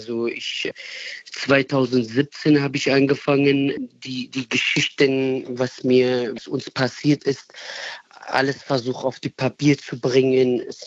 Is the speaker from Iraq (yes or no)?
yes; Sinjar, Nineveh, Iraq; Ich denke an die Menschen, die wir verloren haben, an meine Familie, in meine Heimat Shingal.